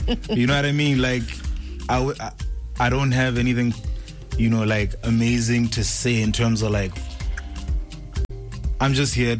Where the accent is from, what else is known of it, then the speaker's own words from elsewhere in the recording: Gaborone, South-East District, Botswana; born there; also born or lived in Francistown / Tswapong area; I was born in Gaborone. Yeah, private hospital.